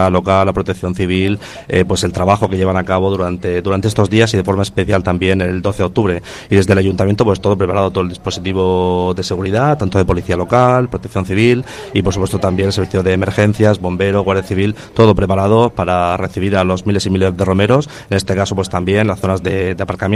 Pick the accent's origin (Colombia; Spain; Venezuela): Spain; Benejúzar, Valencian Community; la gente disfruta de nuestro pueblo, ya no solamente de nuestro paraje natural, sino también de lo que es el casco urbano y come en Benejuzar